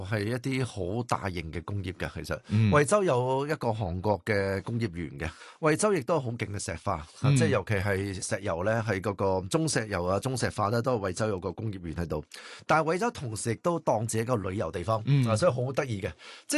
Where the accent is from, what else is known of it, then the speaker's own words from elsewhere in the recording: Hong Kong; 因为其实如果我哋香港人咧